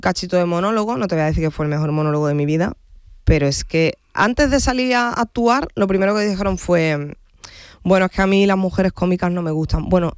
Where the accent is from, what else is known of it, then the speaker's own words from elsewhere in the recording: Andalusia, Spain; o sea, yo soy andaluza, soy mujer, soy cómica